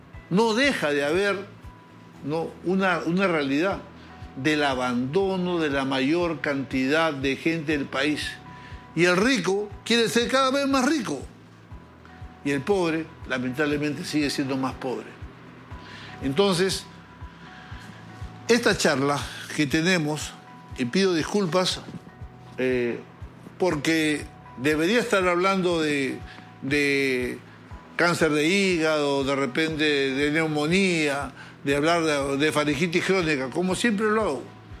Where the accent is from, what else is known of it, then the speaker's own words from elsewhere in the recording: Peru; una de las cosas que sí me interesa como peruano y como médico es que el diagnóstico tiene que ser el preciso.